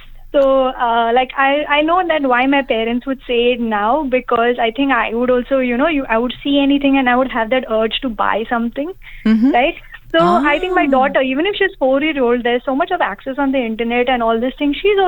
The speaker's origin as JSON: {"language": "English", "town": "Mumbai", "region": "Maharashtra", "country": "India", "tie": "born or raised there", "moved": "yes", "said": "I remember back in India when I was a child"}